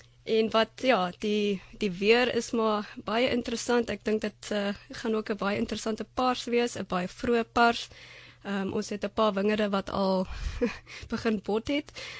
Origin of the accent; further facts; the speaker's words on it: Germany; first language German; Afrikaans is a second language; moved away as an adult; now in South Africa; so my moedertaal is Duits, ja. En ek het in Duitsland geswat, so natuurlik het ek in Duitsland al gewerk